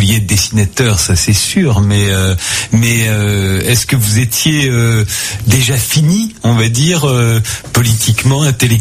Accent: Paris, Île-de-France, France; born there; Je suis né à Paris

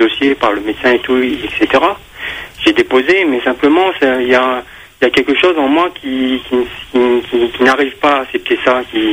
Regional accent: Réunion; je suis quelqu'un de l'Ouest, oui. Dans les Hauts de l'Ouest

